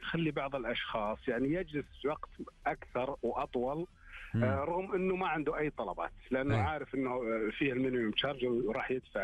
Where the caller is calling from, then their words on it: Eastern Province, Saudi Arabia; احنا عندنا بالشرقيه